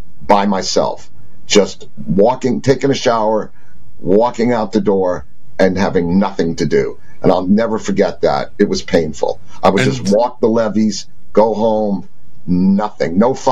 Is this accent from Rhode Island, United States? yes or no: no; New Jersey, United States; And we go, no, we're from New Jersey.